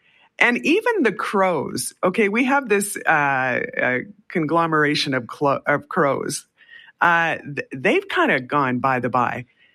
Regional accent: Brandon, Manitoba, Canada; Listen, I grew up in Brandon, and I don't remember ever, ever having flooding issues in that city.

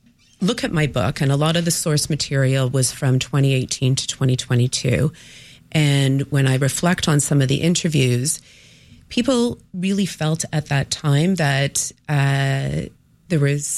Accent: Canada; I'm Canadian. I'll criticize the Canadian government all day long.

